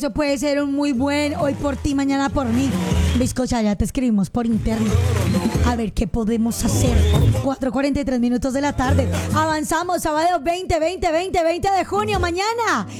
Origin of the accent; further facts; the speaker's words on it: Colombia; un deber que tenemos como colombianos